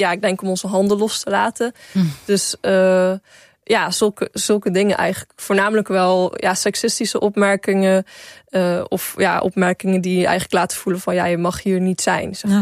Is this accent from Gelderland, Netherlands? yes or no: no; Zeeland, Netherlands; also born or lived in Breda; now in Amsterdam, Netherlands; Toen woonde ik nog in Breda, ik kom ook uit Zeeland, nu woon ik in Amsterdam.